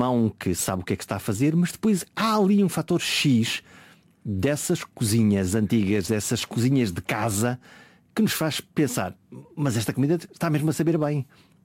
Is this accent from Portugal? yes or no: yes; Norte, Portugal; Diz-se na minha terra, lá em cima, no Alto Minho, que quem não é para trabalhar, não é